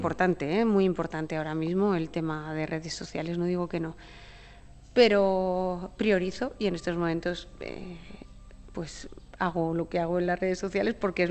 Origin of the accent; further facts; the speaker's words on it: Monzón, Aragon, Spain; En Monzón siempre me he sentido muy, muy, muy valorada, muy querida. Siempre desde niña he sentido que me han arropado y me han acompañado. He sido pregonera en Monzón. Fui montisonense del año con 9 años